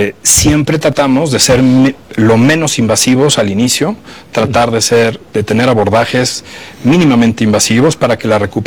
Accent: Mexico; lo cual a mí me llena de orgullo como mexicano, poner en alto al país

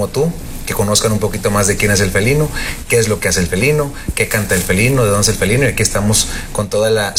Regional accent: Mazatlán, Sinaloa, Mexico; Fíjate que principalmente yo vibraba desde muy pequeño la música sinaloense. Soy de Mazatlán, la banda finalmente tú creces con el sonido de banda. Tú vas a Mazatlán y la banda se escucha por todos lados.

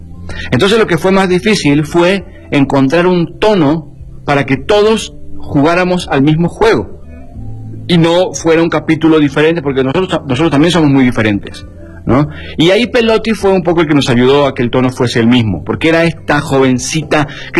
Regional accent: Argentina

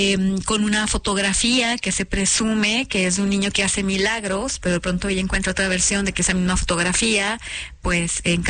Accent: Mexico

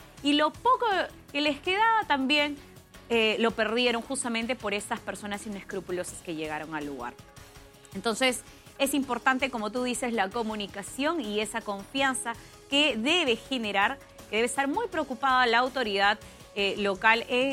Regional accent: Tocache, San Martín, Peru; si lo que ocurre en Tocache, mi tierra

